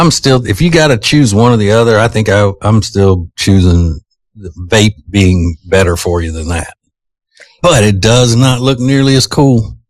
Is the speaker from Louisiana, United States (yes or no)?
yes; Winfield, Louisiana, United States; the way a lot of people in my hometown of Winfield, Louisiana, pronounce it